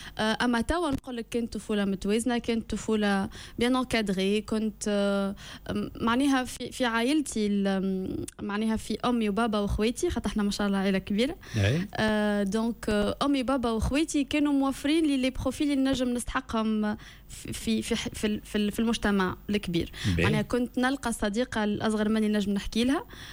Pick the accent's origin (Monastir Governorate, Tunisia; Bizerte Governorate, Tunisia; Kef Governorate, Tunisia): Kef Governorate, Tunisia; El Kef; أنا أصل موبا أصلهم من سلينا، من برقو. ما عشت وتربيت وتولدت في الكيف. نحس اللي عندي يعني جذوري، نتحس اللي لهجتي، العادات والتقاليد، طريقة تفكيري، رؤية الأشياء كفية أكثر منها مسليانية.